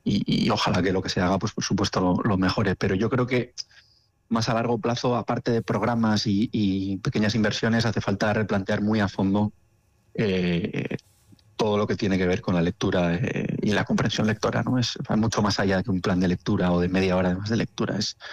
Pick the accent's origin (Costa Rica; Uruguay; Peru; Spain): Spain; Basque Country